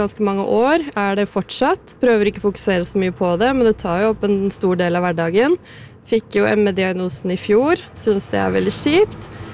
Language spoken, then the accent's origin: Norwegian; Flisa, Innlandet, Norway; Jeg er fra Flisa, midt mellom Elverum og Kongsvinger, og så har jeg havnet i byen da.